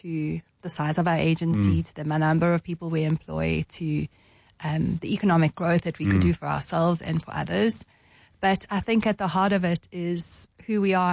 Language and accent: English; South Africa; we are proudly South African. We are so passionate about this country.